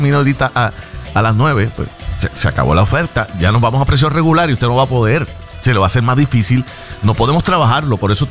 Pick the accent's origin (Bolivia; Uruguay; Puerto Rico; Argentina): Puerto Rico; este privilegio que tenemos nosotros como puertorriqueños, como boricuas, para viajar a Orlando o a cualquier parte